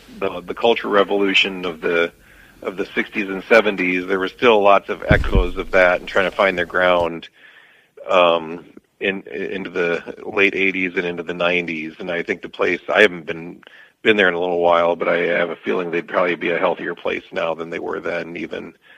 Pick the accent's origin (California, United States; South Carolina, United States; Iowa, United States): Iowa, United States; Traer; I was raised in Traer, Iowa. All my life, grew up in the same house. I'm the oldest of six. As my parents had kids, they just made our house bigger. We never moved. My dad was a farmer. Lived in Traer, didn't live on the farm.